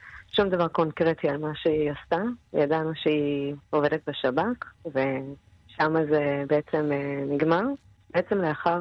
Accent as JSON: {"language": "Hebrew", "town": "Kfar Aza", "region": "Southern District", "country": "Israel", "tie": "born or raised there", "said": "אנחנו בעצם ארבעה אחים, כולנו נולדנו וגדלנו בכפר עזה."}